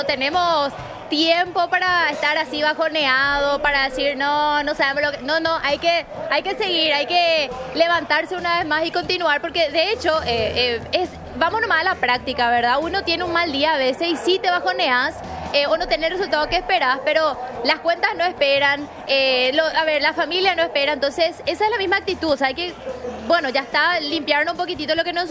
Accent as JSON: {"language": "Spanish", "country": "Paraguay", "said": "Somos de Paraguay"}